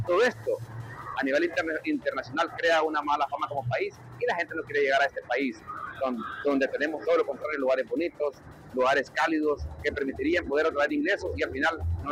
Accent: Honduras

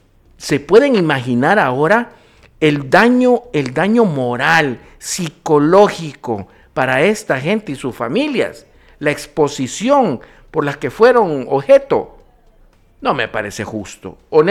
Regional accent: Honduras; lo hago como un hondureño más

